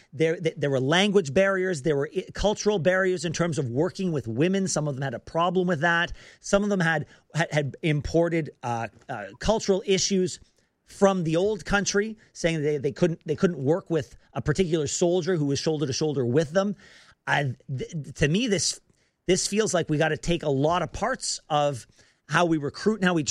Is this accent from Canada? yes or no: yes; Canada; I wasn't surprised because I'm Canadian